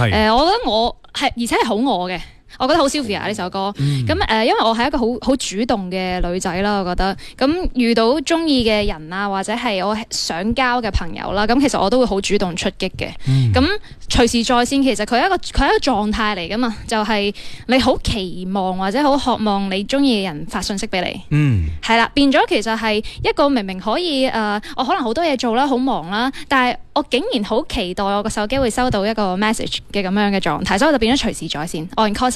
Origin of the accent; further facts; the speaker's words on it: Guangzhou, Guangdong, China; 我祖籍佛山的、但是都广州长大。